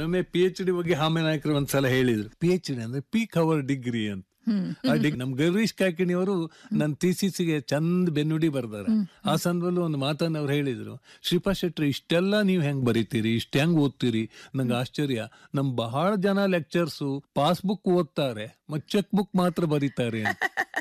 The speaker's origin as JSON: {"language": "Kannada", "area": "Uttara Kannada district", "region": "Karnataka", "country": "India", "said": "ನಮ್ದು ಉತ್ತರ ಕನ್ನಡ ಜಿಲ್ಲೆ ಅಲ್ರ, ನಮ್ದು ಉತ್ತರ ಕನ್ನಡ ಜಿಲ್ಲೆ ಅದು."}